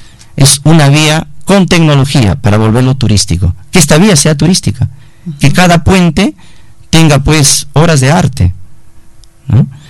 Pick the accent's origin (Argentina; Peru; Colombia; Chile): Peru; Otuzco, La Libertad